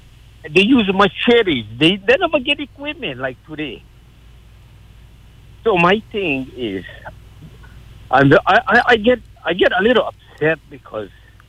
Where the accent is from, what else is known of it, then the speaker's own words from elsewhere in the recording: Haena, Hawaii, United States; We had tourists way back when I was growing up in Haena. Gray Line, Hawaii was bringing tourists into our place.